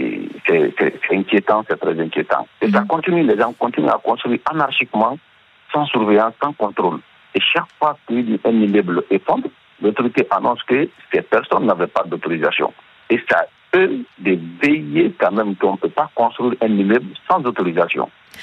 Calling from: Guinea; Et l'effondrement des immeubles actuellement chez nous en Guinée nous inquiète beaucoup.

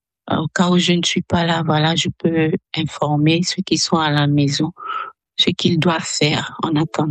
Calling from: Lomé, Maritime, Togo; J'ai 39 ans et je suis à Lomé au Togo.

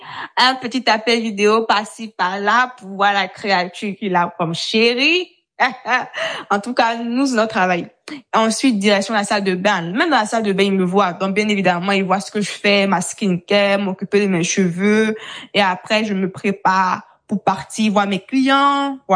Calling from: Abidjan, Côte d’Ivoire; je suis conseillère en images et en communication et je vous parle depuis Abidjan en Côte d'Ivoire.

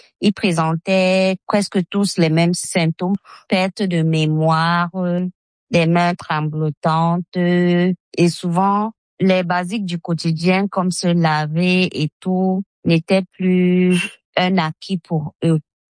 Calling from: Douala, Littoral, Cameroon; je vis à Douala, au Cameroun.

